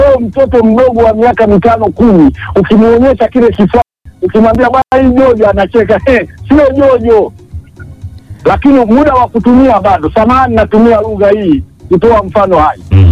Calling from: Kyerwa District, Kagera, Tanzania; natoka Ilai ya Kierwa, kijiji cha Tumsi, kitongoji cha Banga A, pakana Uganda huko na Rwanda.

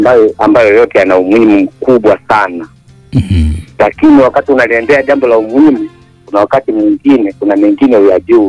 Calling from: Nachingwea District, Lindi, Tanzania; natokea Lindi, wilaya ya Nachingwea, kijiji cha Litula, kata ya Malambo.

